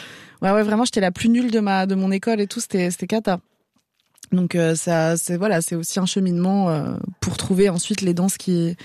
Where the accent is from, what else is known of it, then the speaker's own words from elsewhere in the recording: Algeria; born there; je suis née en Algérie pendant la guerre civile, donc de toute façon, j'étais pas trop censée être là non plus.